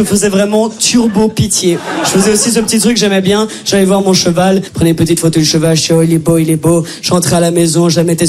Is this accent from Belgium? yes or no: yes; Brussels, Belgium; accent: Brussels; mon accent de Bruxelles ou mon immense voix, je sais pas, mais en tout cas, je viens pas de France, voilà, je viens de Belgique.